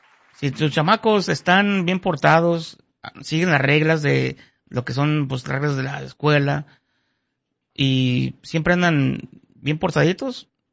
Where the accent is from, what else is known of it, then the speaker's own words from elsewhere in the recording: Texas, United States; born there; moved away; yo estaba en la escuela antes de morro, en Texas